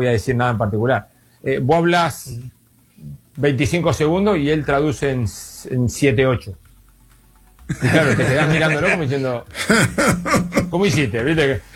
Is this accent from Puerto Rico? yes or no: no; Uruguay; moved away as an adult; also born or lived in China; now in London, United Kingdom; yo vine a Londres en el año 97. En el 2004 terminé de jugar y me fui a Uruguay porque quería tener la sensación de vivir en mi país y después de un año y medio me volví a Londres.